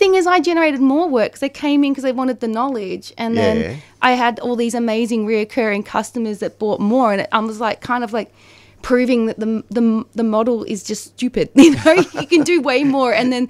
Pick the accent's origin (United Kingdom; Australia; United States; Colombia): Australia; Gippsland, Victoria; So me and Adrian grew up in Gippsland. He was from Toongabi. I was from Winnandoo, which is near Rosedale.